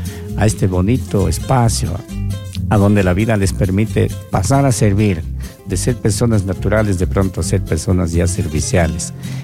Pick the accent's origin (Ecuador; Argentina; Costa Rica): Ecuador; Esta es mi tierra linda, el Ecuador retiene de todo, ¿ah?